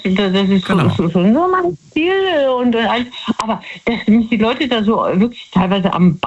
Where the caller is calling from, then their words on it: Betzdorf, Rhineland-Palatinate, Germany; Aus Betzdorf.